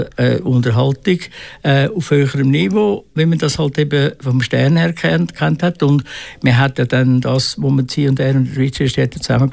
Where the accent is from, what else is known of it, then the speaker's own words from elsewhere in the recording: Aargau, Switzerland; Nein, aber ich bin ein Aargauer